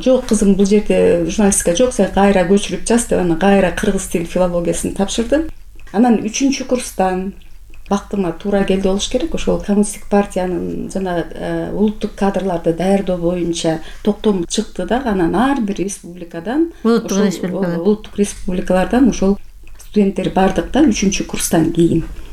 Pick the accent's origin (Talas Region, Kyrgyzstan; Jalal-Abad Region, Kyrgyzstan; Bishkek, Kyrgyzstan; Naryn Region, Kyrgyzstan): Bishkek, Kyrgyzstan; also born or lived in Sokuluk; Мен мектепте окуй элек болчумун. Ошол учурда көчүп келдик да, Кызыл Аскерде чоң энемде келдим.